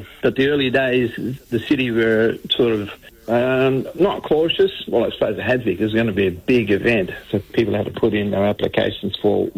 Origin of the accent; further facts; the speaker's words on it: Western Australia, Australia; down our way. My mother was my grandmother was a Woods